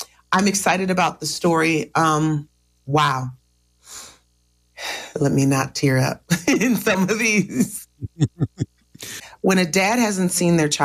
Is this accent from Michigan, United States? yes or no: yes; Kalamazoo, Michigan, United States; now in Africa; I'm a girl from Kalamazoo, Michigan, sitting smack dab in the middle of Africa because of the impact this has had on generations.